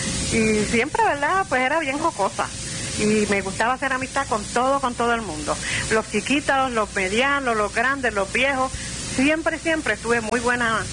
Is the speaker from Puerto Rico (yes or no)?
yes; San Germán, Puerto Rico; nací en la calle Segundo Ruiz Belvis de San Germán y me crié en el barrio Pueblo Nuevo de San Germán.